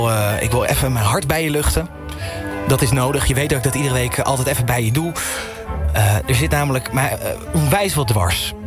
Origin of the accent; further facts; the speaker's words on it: Den Helder, North Holland, Netherlands; Ik kom zelf uit Den Helder.